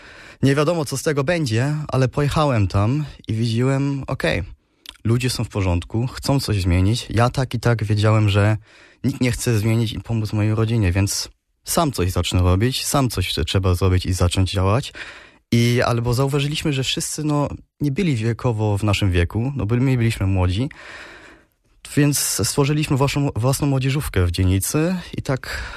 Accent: Berlin, Germany; się tutaj urodziłem w Berlinie i wychowywałem się tutaj w Berlinie i też działam politycznie w Berlinie

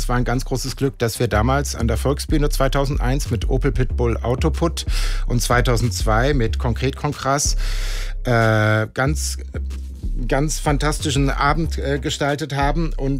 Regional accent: Hesse, Germany; Ich wurde mit 5 Wochen in die Obhut meiner Eltern gegeben und in Hesse. Und ich bin Hesse und Hesse geboren, Hesse gemacht. Und Frankfurt am Main ist mein Lebensmittelpunkt und mein Schaffenswerk und mein Studio.

